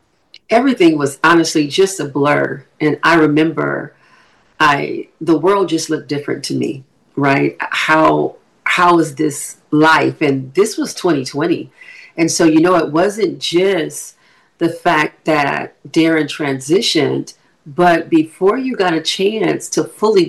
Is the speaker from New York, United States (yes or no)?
no; California, United States; moved away as an adult; now in Ohio, United States; I grew up in California. I don't know Ohio the way he knew Ohio.